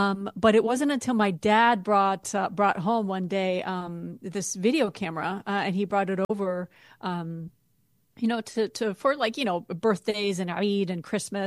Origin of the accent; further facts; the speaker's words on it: Abu Dhabi, United Arab Emirates; So we grew up in Abu Dhabi in the UAE.